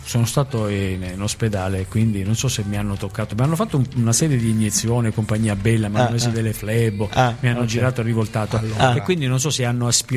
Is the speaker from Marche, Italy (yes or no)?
no; Rome, Lazio, Italy; Siamo de Roma.